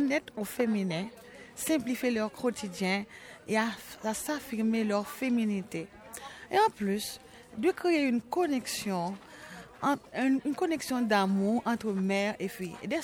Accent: Haiti; nom c'est … je viens d'Haïti. Je suis mère de 3 enfants et j'ai 40 ans.

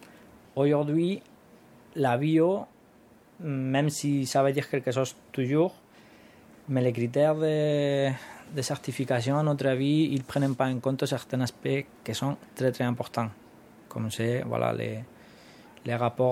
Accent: Mula, Region of Murcia, Spain; Voilà, je suis de Mula, Murcia, en Espagne.

